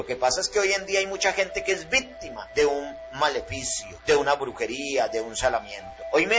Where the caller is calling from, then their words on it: Calarcá, Quindío, Colombia; soy de aquí de Calarca.